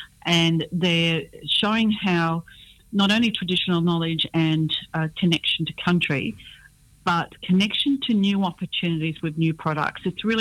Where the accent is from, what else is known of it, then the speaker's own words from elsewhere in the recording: Maroochydore, Queensland, Australia; and I'm from the Sunshine Coast. I'm in Maroochydore.